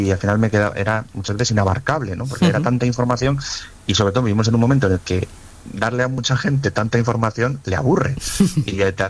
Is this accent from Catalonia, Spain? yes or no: no; Asturias, Spain; yo ya hice una confesión antes, que yo soy asturiano